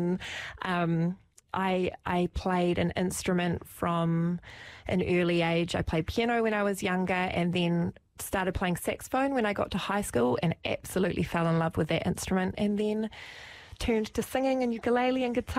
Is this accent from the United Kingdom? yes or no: no; Christchurch, Canterbury, New Zealand; I grew up right here in Ōtautahi.